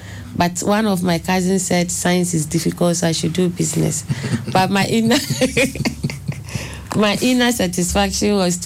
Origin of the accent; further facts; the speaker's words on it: Tema, Greater Accra, Ghana; I was born and bred in Tema